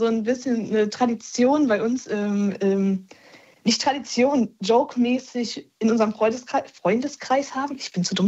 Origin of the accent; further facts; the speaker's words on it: North Rhine-Westphalia, Germany; ich komme aus dem Ruhrpott.